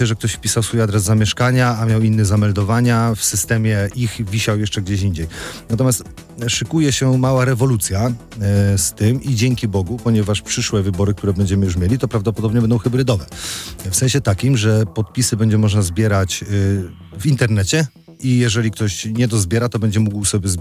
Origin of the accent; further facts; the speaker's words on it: Nowy Sącz, Lesser Poland, Poland; U nas w Nowym Sączu jest zagłębie milionerów.